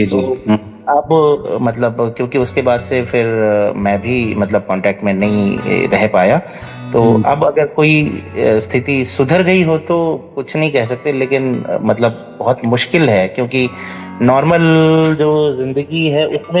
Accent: Nepal; also born or lived in Rajasthan / Gurgaon; now in India; मैं सर नेपाल से हूँ, और मम्मी पापा बाद में इधर राजस्थान में आकर के बसे थे।

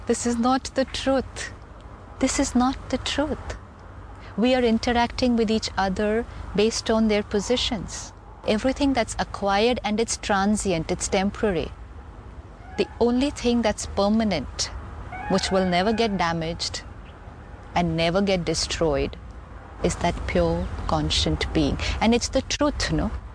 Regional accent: India; I'm a female, I'm Hindu, I'm Indian, I'm engineer, I'm a Brahma Kumari, whatever, so many labels.

